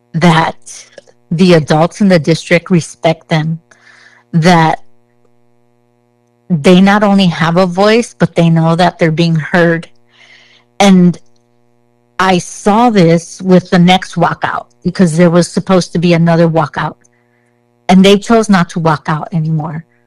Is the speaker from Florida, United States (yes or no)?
no; Los Angeles, California, United States; moved away; I'm from Los Angeles, so I go back there a lot.